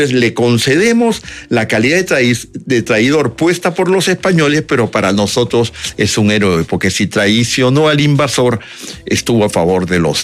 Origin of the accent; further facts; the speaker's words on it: Peru; los peruanos dejamos de ser españoles y pasamos a ser peruanos